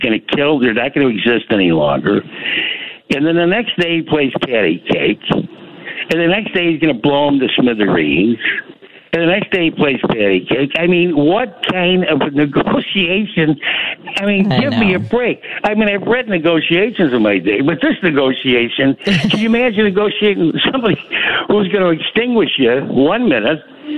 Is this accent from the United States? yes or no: no; Ireland; I go into another dimension because I'm Irish and I cannot take anything.